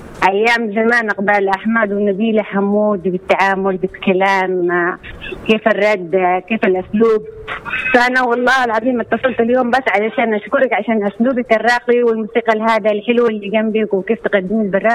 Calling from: Mansoura, Dakahlia, Egypt; أنا أكلمك من المنصورة.

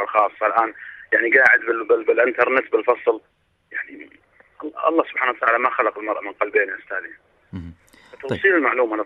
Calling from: Al-Qassim, Saudi Arabia; من القصيم نعم.

